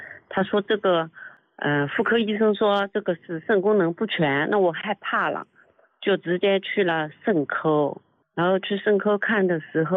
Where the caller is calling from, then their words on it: Ningbo, Zhejiang, China; 我是宁波的，然后宁波这边中医院还是哪里